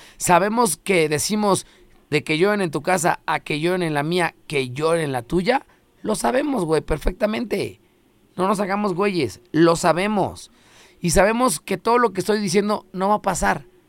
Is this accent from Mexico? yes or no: yes; Mexico; Somos mexicanos, güey.